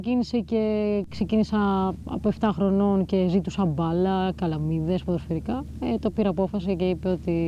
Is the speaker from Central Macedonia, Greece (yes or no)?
yes; Veria, Central Macedonia, Greece; Στη Βέρεια.